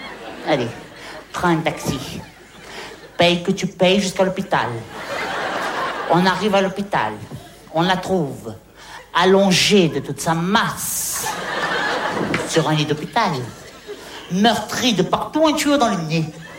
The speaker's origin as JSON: {"language": "French", "region": "Hauts-de-France", "country": "France", "said": "Mais non, je suis du Pas-de-Calais."}